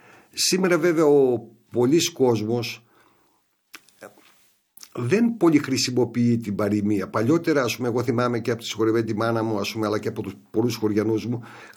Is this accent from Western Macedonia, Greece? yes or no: yes; Vari, Western Macedonia, Greece; να πω μια παροιμία την οποία χρησιμοποιούμε στο χωριό μου, στη Βάρη